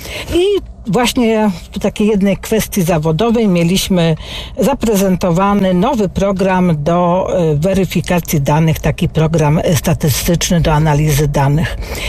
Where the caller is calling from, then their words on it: Poznań, Greater Poland Voivodeship, Poland; tu dzwoni … z Poznania.